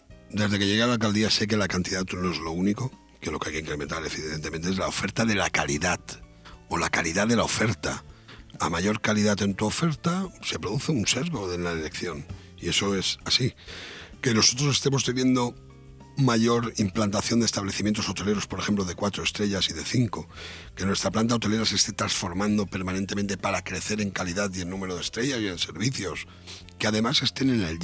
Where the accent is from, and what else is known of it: Benidorm, Valencian Community, Spain